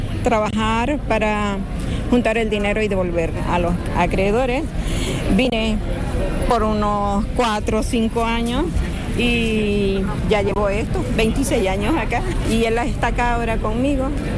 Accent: Bolivia; moved away as an adult; now in Spain; Yo en mi país, yo soy de Bolivia, llevo 25, 26 años acá. Y entonces, pues allá yo era abogada penalista.

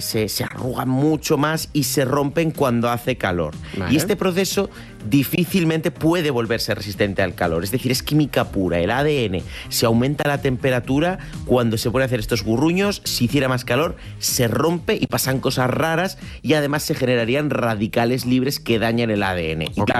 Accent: Santander, Cantabria, Spain; Yo soy de Santander, Cantábrico.

